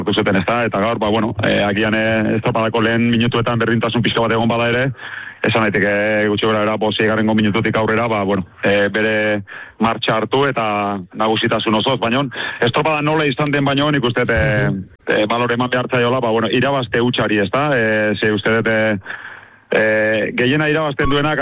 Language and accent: Basque; Orio, Basque Country, Spain; born there; oriotar asko ezagutzen ditut, ni ere alaxe naiz, eta beti izan dut, nik bertan jaiotako naiz